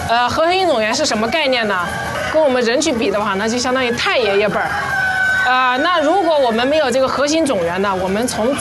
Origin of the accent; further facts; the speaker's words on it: China; 我们中国人的吃鸡蛋，我们都是受国外的育种公司控制的。